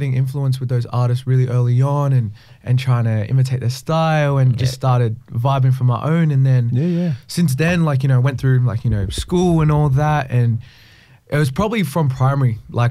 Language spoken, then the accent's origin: English; Campbelltown, New South Wales, Australia; I was born in Southwest Sydney, mm-hmm. yeah. Campbelltown raised.